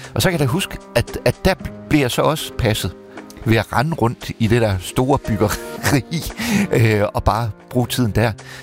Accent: Saltum, North Denmark Region, Denmark; et plejehjem i Saltum, hvor jeg kommer fra.

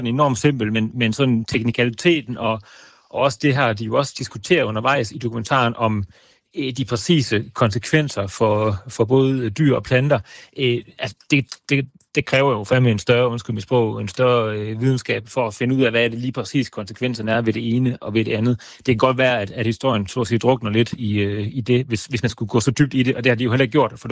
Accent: Viborg, Central Denmark Region, Denmark; som viborgenser

